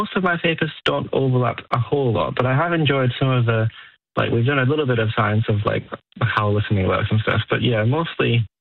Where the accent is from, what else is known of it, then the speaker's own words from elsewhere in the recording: Wellington, New Zealand; Yeah, I grew up in Wellington.